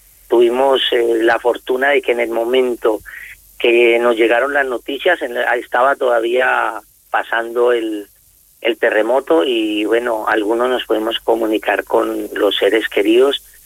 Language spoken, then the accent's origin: Spanish; Colombia; now in Zaragoza, Spain; El 70% pues somos colombianos normalmente